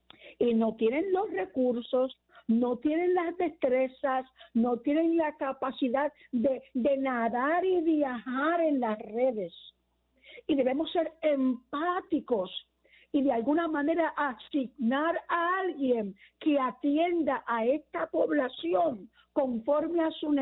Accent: Puerto Rico; nuestra esencia como puertorriqueños, como cristianos.

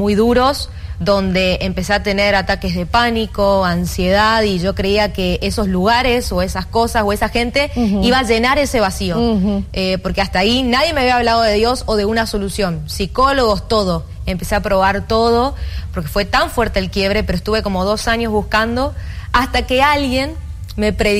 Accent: Santa Fe, Argentina; born there; yo soy de Argentina, soy de una provincia que se llama Santa Fe, nací allá. Y bueno, tengo 28 años actualmente.

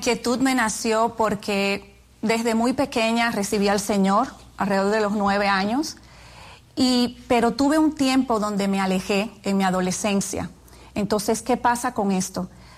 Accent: Dominican Republic; moved away as an adult; now in New York, United States; Soy dominicana. Nací en República Dominicana, sí. Y ahí me crié, fui a la Universidad de República Dominicana y vine luego a New York a estudiar.

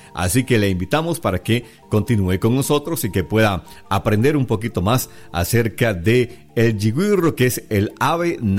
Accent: Costa Rica; Sigamos disfrutando de esa música que nos identifica como costarricenses.

